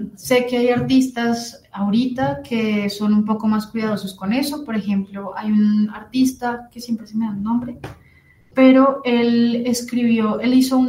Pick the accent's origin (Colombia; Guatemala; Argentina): Colombia; lo violentos y lo pasivo-agresivos que somos los colombianos